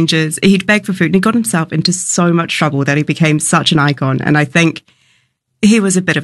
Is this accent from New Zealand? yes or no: yes; New Zealand; now in Melbourne, Australia; Growing up in New Zealand, we had a large number of flightless birds